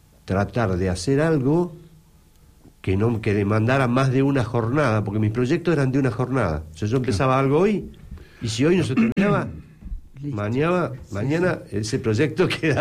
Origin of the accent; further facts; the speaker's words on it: Argentina; somos los argentinos